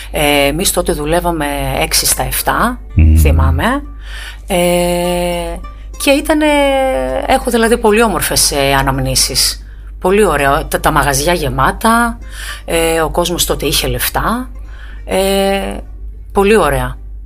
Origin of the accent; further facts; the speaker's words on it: Katerini, Central Macedonia, Greece; Εδώ, από Κατερίνη.